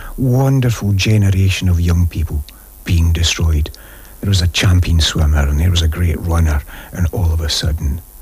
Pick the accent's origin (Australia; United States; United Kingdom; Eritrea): United Kingdom; Scotland; my hometown in Ayrshire